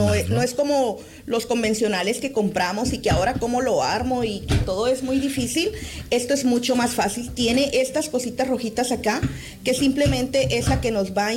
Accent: Guatemala; Y en mi país, ¿verdad? Yo soy de Guatemala.

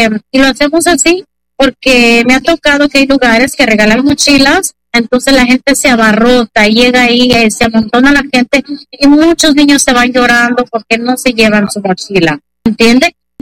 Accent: Pareo, Michoacán, Mexico; also born or lived in Phoenix, Arizona; now in United States; Soy de Pareo, Michoacán.

